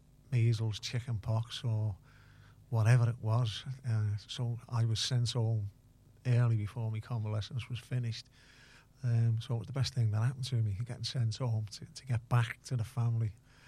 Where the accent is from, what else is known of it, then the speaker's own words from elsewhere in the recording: Liverpool, North West England, United Kingdom; I was actually born in Liverpool 3, Kirby Street, which is just off Langsdale Street, in an area that's now known as West Everton.